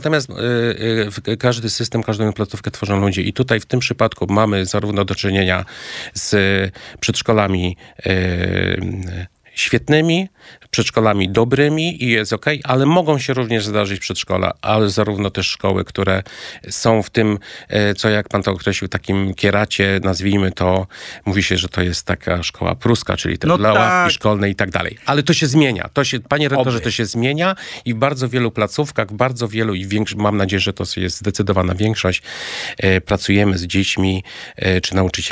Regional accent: Kraków, Lesser Poland, Poland; Hucialinem. Nowej nawet. Huty, tak.

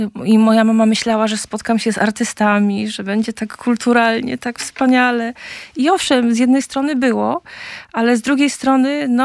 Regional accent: Polish highlands, Poland; moved away as an adult; jako góral

